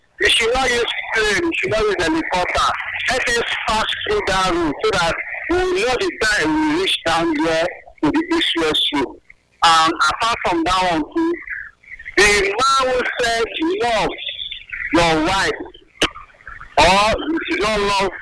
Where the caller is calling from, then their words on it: Kenya; I'm from Better State. I'm calling from Kenya.